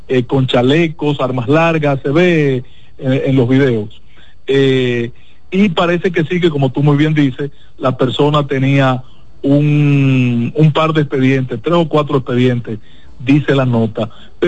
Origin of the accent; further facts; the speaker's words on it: Dominican Republic; no soy dominicano